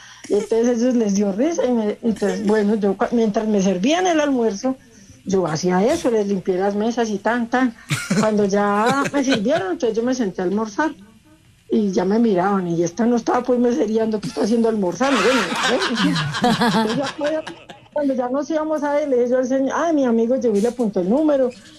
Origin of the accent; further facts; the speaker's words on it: Manizales, Caldas, Colombia; Yo soy de Manizales, Caldas.